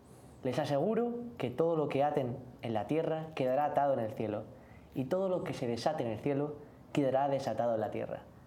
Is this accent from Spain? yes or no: yes; Madrid, Community of Madrid, Spain; moved away as an adult; now in Miami, United States; Soy de Madrid, de España, ahí de la comunidad de Schoenstatt, allí de la juventud, y estoy aquí ayudando al padre y a la comunidad de Schoenstatt durante 6 meses